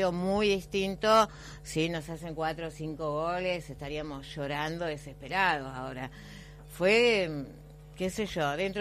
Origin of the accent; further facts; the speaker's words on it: Argentina; somos intensos los argentinos